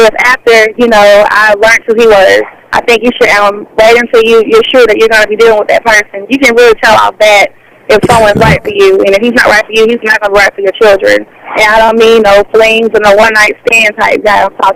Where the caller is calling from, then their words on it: Huntsville, Alabama, United States; Huntsville, Alabama.